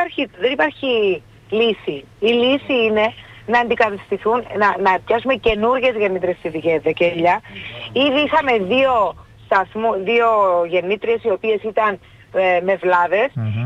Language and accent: Greek; Limassol, Limassol District, Cyprus; Και έξω από τη Λεμεσό η πόλη μου είναι πανέμορφη.